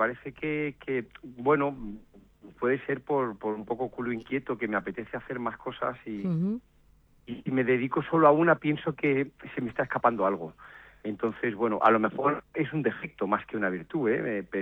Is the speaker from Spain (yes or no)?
yes; Mataró, Catalonia, Spain; yo soy de Mataró. Y mis padres son de Murcia